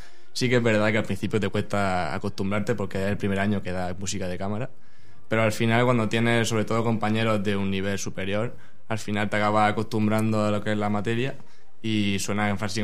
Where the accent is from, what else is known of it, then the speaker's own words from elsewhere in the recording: Caravaca de la Cruz, Region of Murcia, Spain; yo soy de Caravaca, de aquí.